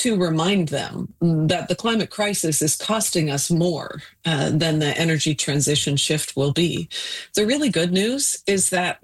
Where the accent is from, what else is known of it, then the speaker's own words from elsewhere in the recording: Canada; I'm as a Canadian embarrassed on international stages